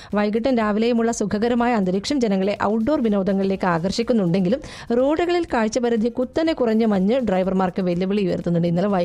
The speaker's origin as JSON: {"language": "Malayalam", "region": "Kerala", "country": "India", "said": "കണ്ണൂർ ഒരു എയർപോർട്ട് വന്നപ്പോൾ ഞങ്ങൾ മലബാറുകാർ ഒരുപാട് സന്തോഷിച്ചിരുന്നു"}